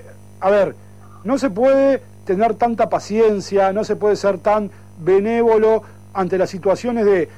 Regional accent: Maldonado, Uruguay; porque por más que no vivamos ahí, somos uruguayos, y digo vivamos ahí por Montevideo, pero creo que esta violencia extrema se está trasladando a nuestro departamento.

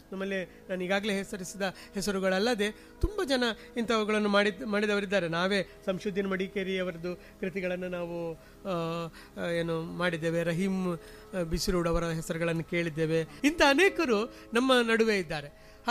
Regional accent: Kumbla, Kerala, India; ಇಲ್ಲೇ ಕಾರಿಕಾಡಿ ಅಂತ ಇದೆ ನನ್ನ ಊರದು, ಕುಂಬಳೆ ಹತ್ರ ಆರಿಕಾಡಿ ಅಂತ ಆಲಿ ಚಾಮುಂಡಿ ದೈವ ಇದೆ.

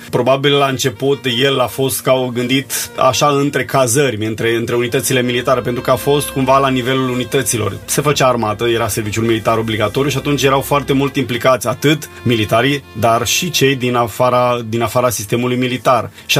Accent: Romania; pentru noi ca români.

